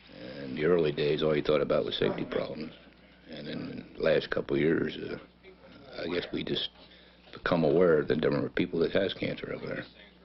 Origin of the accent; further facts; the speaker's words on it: Carmel, United States; born there; Well, I was born in Carmel on 30th of January, 37.